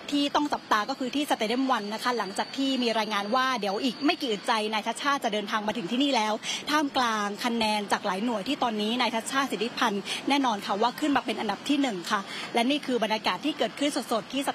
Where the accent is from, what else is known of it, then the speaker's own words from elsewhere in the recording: Bangkok, Thailand; สิ่งที่อยากเห็นคนกรุงเทพมหานครเนี่ยในฐานะที่เป็นคนกรุงเทพอยากเห็นกรุงเทพเปลี่ยนแปลงที่สุดก็คือเรื่องของน้ำท่วมขังค่ะ